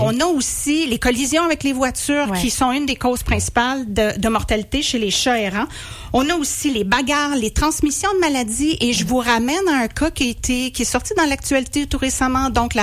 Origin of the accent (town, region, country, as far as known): Quebec, Canada